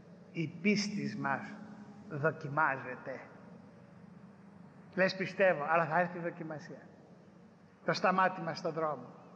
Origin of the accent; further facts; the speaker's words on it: Piraeus, Attica, Greece; Θυμάμαι όταν ήμουν μικρός, στον Πειραιά έχω γεννηθεί.